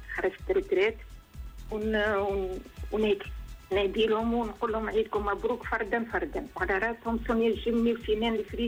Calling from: Kalaa Seghira, Sousse Governorate, Tunisia; من القلعة الصغيرة.

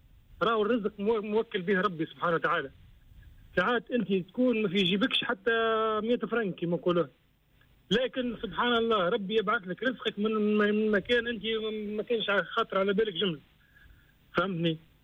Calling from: Tunisia; احنا الشعب التونسي معناها نحكي كتونسي أنا

